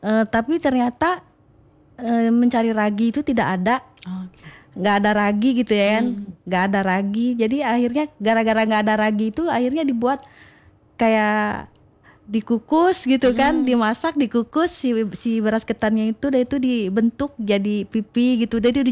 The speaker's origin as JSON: {"language": "Indonesian", "region": "West Java", "country": "Indonesia", "said": "Iya, memang saya dari Jawa Barat, Sunda ya kan."}